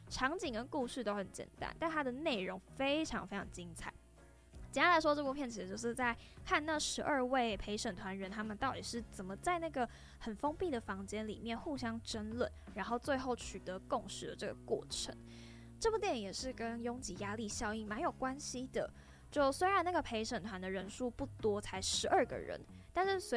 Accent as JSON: {"language": "Chinese", "region": "Taichung", "country": "Taiwan", "said": "我台中人"}